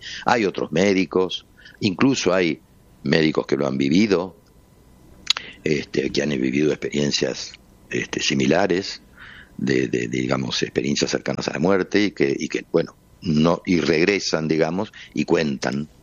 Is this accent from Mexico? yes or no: no; Buenos Aires, Argentina; moved away as an adult; yo nací, digo, me formé todo en Buenos Aires